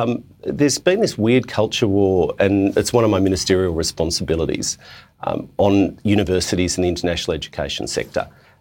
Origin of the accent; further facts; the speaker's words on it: Melbourne, Victoria, Australia; I grew up in Melbourne and I was mayor many years ago of a council which has one of the largest Jewish populations in the country.